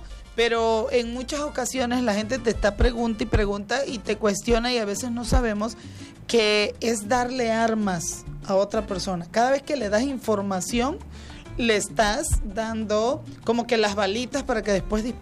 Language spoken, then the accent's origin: Spanish; Tabasco, Mexico; Yo soy de aquí de Tabasco y me gusta remar.